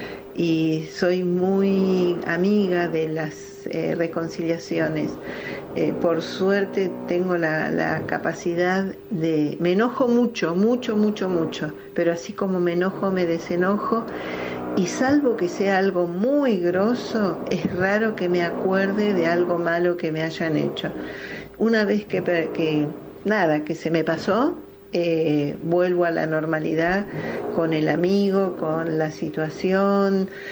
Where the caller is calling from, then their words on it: Buenos Aires, Argentina; de Devoto